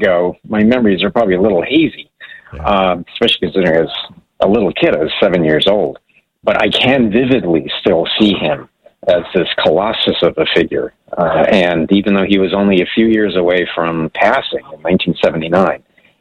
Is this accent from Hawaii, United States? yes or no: yes; Hawaii, United States; born or raised there; also born or lived in Germany